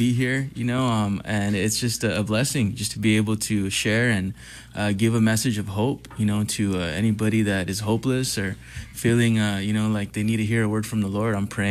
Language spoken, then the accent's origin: English; El Monte, California, United States; So I grew up in Cali.